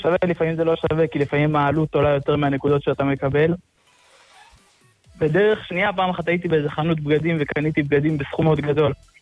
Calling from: Bnei Brak, Tel Aviv District, Israel; אני מבני ברק.

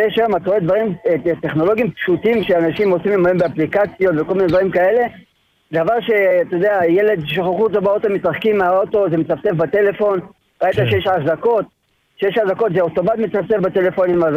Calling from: Rehovot, Central District, Israel; אני לא בקייקים, אני נמצא ברחובות.

